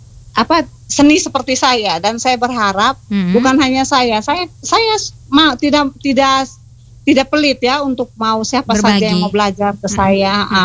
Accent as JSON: {"language": "Indonesian", "area": "Manggarai", "region": "East Nusa Tenggara", "country": "Indonesia", "said": "kita adalah orang Manggarai yang punya identitas"}